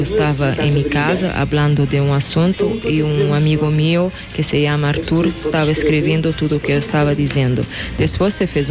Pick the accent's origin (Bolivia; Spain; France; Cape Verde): Cape Verde; Spanish is a second language; Cuando voy a Cabo Verde, mi intención es descansar, estar en mi casa con mi familia